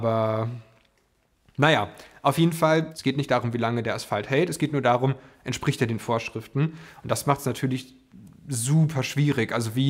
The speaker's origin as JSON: {"language": "German", "town": "Potsdam", "region": "Brandenburg", "country": "Germany", "tie": "born or raised there", "said": "Und wodurch unser dann eigentlich erstes Projekt schönerweise in Potsdam, also meiner Heimatstadt, stattfinden konnte."}